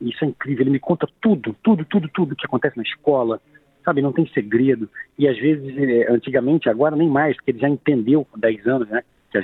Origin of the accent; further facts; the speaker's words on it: Rio de Janeiro, Brazil; eu sou um homem que nasci e cresci numa comunidade, né? Eu cresci em favela no Rio de Janeiro. Então, com 18 anos